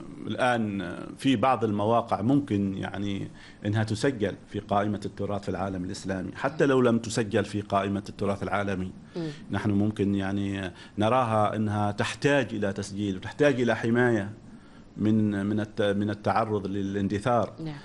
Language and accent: Arabic; Oman; أنا كعماني